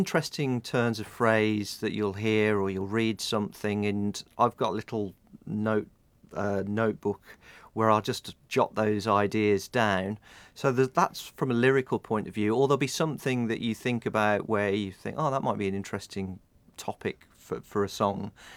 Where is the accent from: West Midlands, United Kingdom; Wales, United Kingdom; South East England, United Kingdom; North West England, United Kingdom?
West Midlands, United Kingdom; Halesowen; So, a black country lad. So I grew up in Howells Owen.